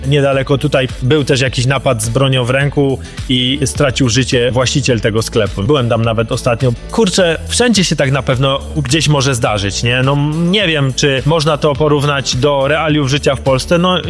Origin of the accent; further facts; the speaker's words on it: Silesian Voivodeship, Poland; moved away as an adult; now in Brussels, Belgium; Ja jestem ze Śląska, z Szczechowic.